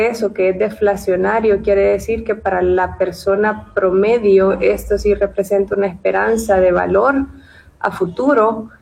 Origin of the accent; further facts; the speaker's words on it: El Salvador; yo soy salvadoreña.